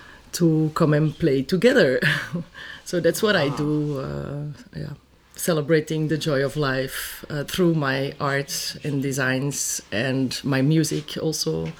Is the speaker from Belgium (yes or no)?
yes; Wuustwezel, Flanders, Belgium; Currently, I have an exhibition in my hometown. It's called Wustwezel.